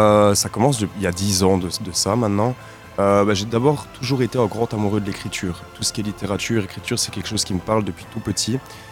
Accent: Spa, Wallonia, Belgium; Je suis originaire de Spa, oui.

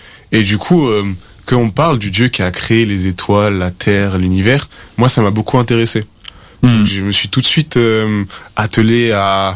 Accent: Guadeloupe; born there; je suis né dans les Dom-Toms sur l'île de la Guadeloupe en 2005. Et du coup, j'ai grandi dans une famille où mon père, il était haïtien, qui est aussi une île dans les Caraïbes, et ma mère était guadeloupéenne.

